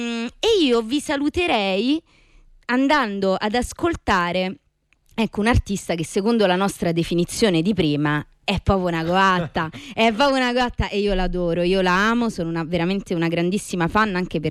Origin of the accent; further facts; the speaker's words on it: Rome, Lazio, Italy; E io sono di Torrevecchia